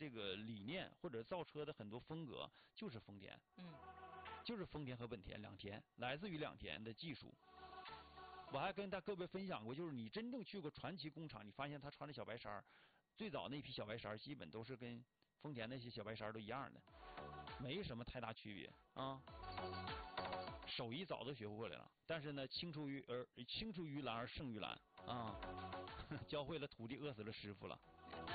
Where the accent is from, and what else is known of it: Northeast China, China